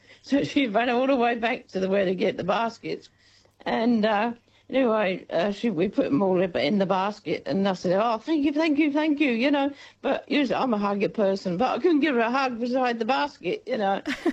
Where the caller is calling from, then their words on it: Maffra, Victoria, Australia; Oh, hi, Mim. Yeah … from Maffra.